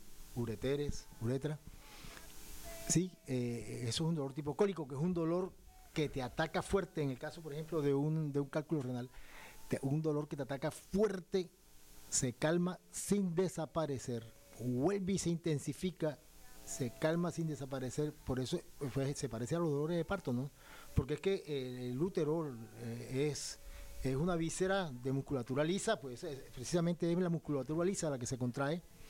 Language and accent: Spanish; Barranquilla, Atlántico, Colombia; Yo soy oriundo de Barranquilla, estudié en la Universidad de Cartagena, me gradué en 1987 como médico.